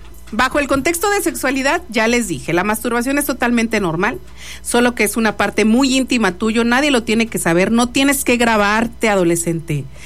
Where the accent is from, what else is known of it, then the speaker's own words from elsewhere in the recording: Mexico; Somos mexicanos a final de cuenta y todo le hallamos ahí el doble sentido.